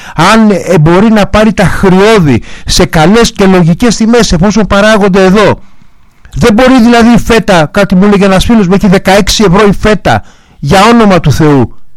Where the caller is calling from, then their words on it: Aigio, Western Greece, Greece; Εγώ κατάγομαι από το Αίγιο, από το νομό Αχαΐας.